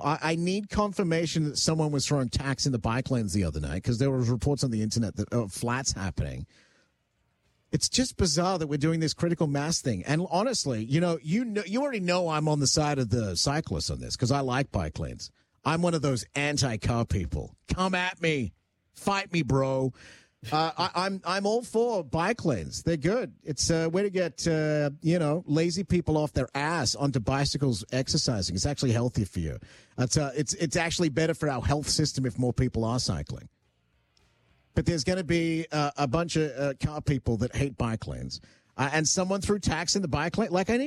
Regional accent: Canada; I'm not American, but I'm a Canadian and I'm in Canada.

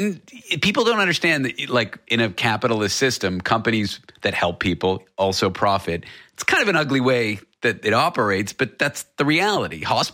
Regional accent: Canada; now in United States; I'm from Canada. I live in the U.S.

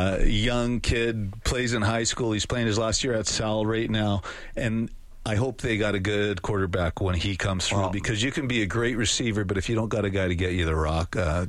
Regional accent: Edmonton, Alberta, Canada; born and raised in Edmonton.

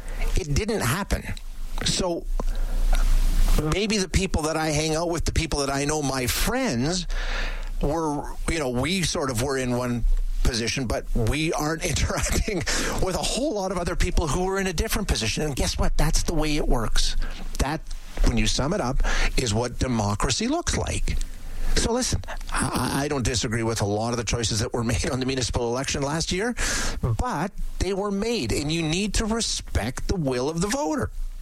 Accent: Edmonton, Alberta, Canada; also born or lived in Calgary; But I grew up in Edmonton Gold Bar. I live in Edmonton Gold Bar now.

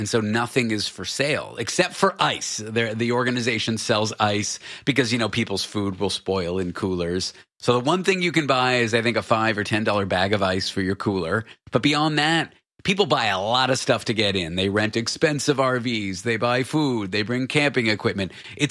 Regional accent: Canada; now in United States; Well, I'm a born Canadian. I'm a naturalized. I'm an American by choice, as weird as that statement is. I don't know what the percentages are, though, but most of my life has been lived in Canada.

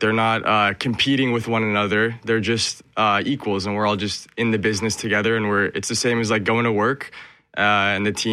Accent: Winnipeg, Manitoba, Canada; moved away as an adult; coming from Winnipeg, yeah, like, on my mom's side, I'm Filipino and Slovenian. And then on my dad's side, white, British Canadian, I guess.

